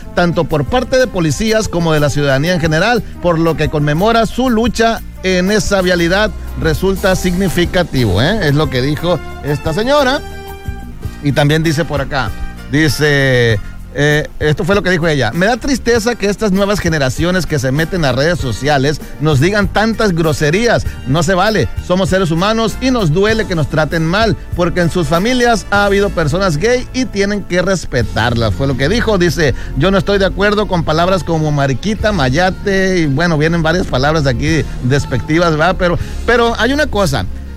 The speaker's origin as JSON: {"language": "Spanish", "region": "Sinaloa", "country": "Mexico", "said": "yo soy de Sinaloa."}